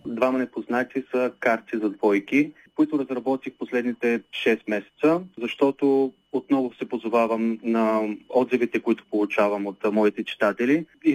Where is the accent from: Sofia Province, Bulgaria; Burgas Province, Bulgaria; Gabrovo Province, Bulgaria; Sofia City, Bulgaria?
Burgas Province, Bulgaria; Obzor; Живея в Обзор, народно съм от Обзор и живея в Обзор.